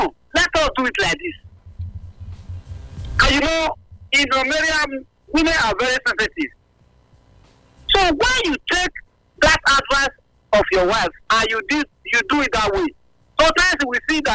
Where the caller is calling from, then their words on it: Nigeria; I'm coming from Ikosodi.